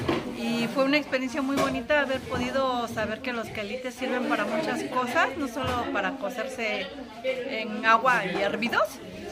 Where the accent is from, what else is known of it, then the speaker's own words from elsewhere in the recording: Oaxaca, Mexico; Y por ejemplo, yo que vengo de la ciudad de Oaxaca, pues me llevo una grata experiencia